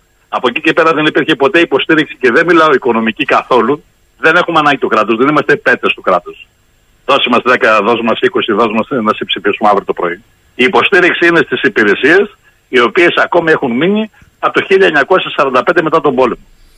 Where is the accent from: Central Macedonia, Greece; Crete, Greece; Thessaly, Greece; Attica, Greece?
Thessaly, Greece; Εγώ ζω σε μια περιφέρεια, η οποία είναι στερεά Ελλάδα, αλλά το χωριό μου γεωγραφικά είναι μέσα στη Θεσσαλία.